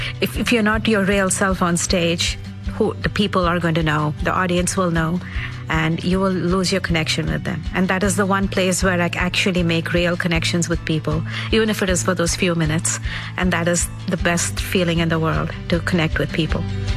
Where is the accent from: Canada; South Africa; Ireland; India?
India; now in New York City, United States; I was born and raised in India. I work in tech. I do stand-up comedy and storytelling, mostly in New York City.